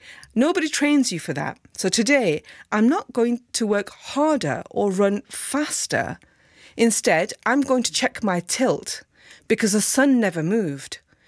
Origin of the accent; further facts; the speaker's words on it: Burnley, North West England, United Kingdom; I grew up in Burnley.